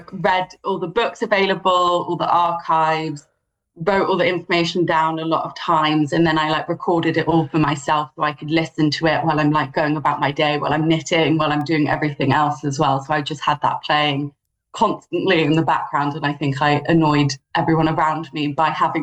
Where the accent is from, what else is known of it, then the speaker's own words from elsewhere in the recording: London, United Kingdom; Well, I grew up in London, love TFL, have always loved the design.